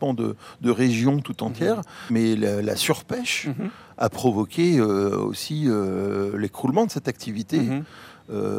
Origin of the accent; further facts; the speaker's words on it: Martinique, France; also born or lived in Rouen; je suis né à Rouen, donc les Normands, de toute façon, sont des grands navigateurs, voilà. Des voyageurs, et j'ai grandi à la Martinique